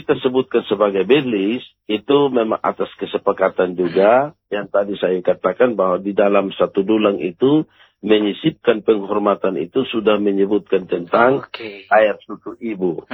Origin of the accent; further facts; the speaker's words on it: East Nusa Tenggara, Indonesia; kami orang Timur Amarasi itu memiliki marga.